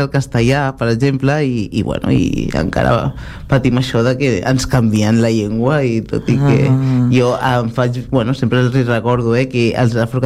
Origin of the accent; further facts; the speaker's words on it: El Masnou, Catalonia, Spain; also born or lived in Alella; Jo vivia al Masnou, al Maresme. Ah, és on he crescut, entre el Masnou i Aleia